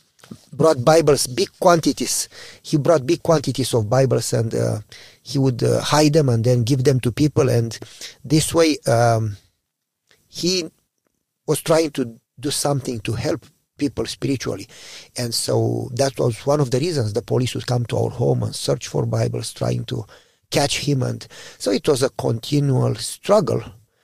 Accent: Romania; now in United States; Originally from Romania.

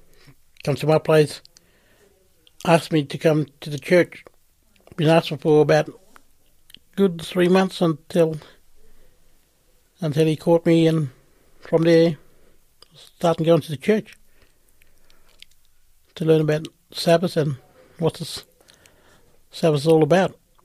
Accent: Port Augusta, South Australia, Australia; moved away as an adult; also born or lived in APY lands; now in Western Australia, Australia; when I was growing up in Port Augusta, there's a mission there. I think there's a Brethren Church. I learned from about God from there and grew up there and all those years and until mid-90

